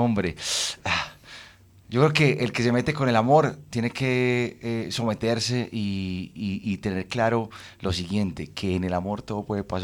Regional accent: Medellín, Antioquia, Colombia; yo soy de Medellín, Antioquia, nací un 12 de marzo del 99, me siento muy orgulloso de ser antioqueño

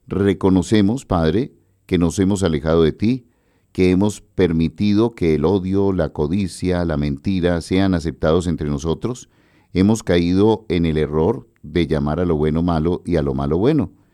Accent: Medellín, Antioquia, Colombia

